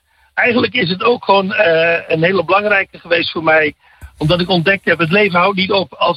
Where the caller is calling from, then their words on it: Deventer, Overijssel, Netherlands; Ik kom uit Deventer.